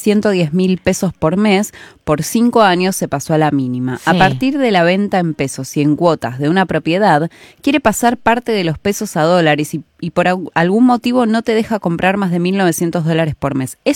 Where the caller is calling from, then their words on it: Lanús, Buenos Aires Province, Argentina; Participo también por el libro … de Lanús.